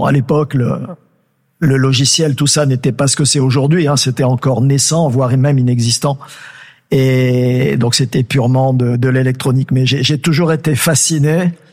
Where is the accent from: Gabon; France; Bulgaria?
France; Southern France; moved away as an adult; also born or lived in Burkina Faso / Angers, France; now in Haiti; Et j'ai grandi dans le sud de la France de 6 ans jusqu'à 17-18 ans, jusqu'à l'année où j'ai passé mon bac. Après, je suis parti à Angers pendant 5 ans, dans cette école d'ingénieur.